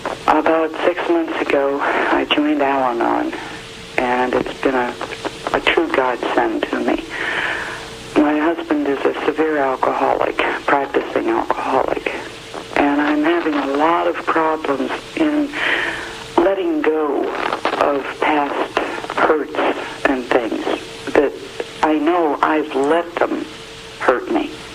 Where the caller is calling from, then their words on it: Navarre, Ohio, United States; Navarre, Ohio, near Canton.